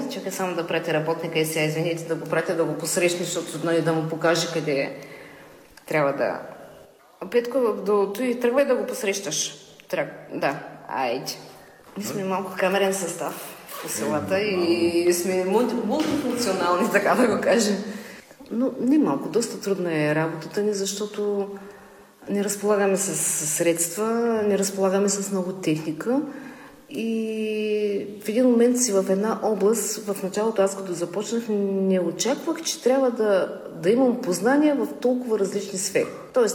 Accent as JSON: {"language": "Bulgarian", "town": "Gorna Oryahovitsa", "region": "Veliko Tarnovo Province", "country": "Bulgaria", "lives_now": "Pravda, Bulgaria", "said": "А да, само че съм от Горна Оряховица. Аз съм от Горна Оряховица, в село Правда живея от 96-та година."}